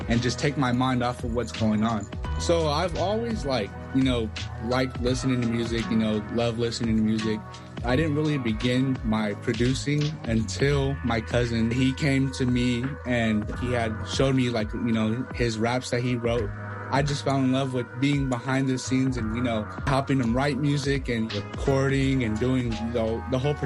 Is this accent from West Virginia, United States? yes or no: no; San Jose, California, United States; I'm 18 years old. I come from San Jose, California in the Bay Area.